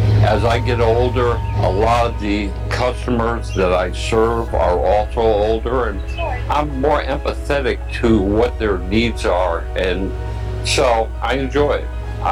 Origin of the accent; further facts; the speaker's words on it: Florida, United States; moved away as an adult; I came to South Carolina, the upstate, in 1980. I was a transplant from Florida.